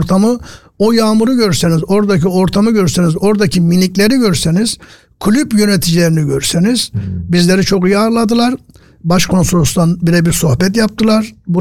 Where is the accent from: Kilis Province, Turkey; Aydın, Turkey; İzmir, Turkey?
Kilis Province, Turkey; ben doğma büyüme Kilis'in köyünde doğdum.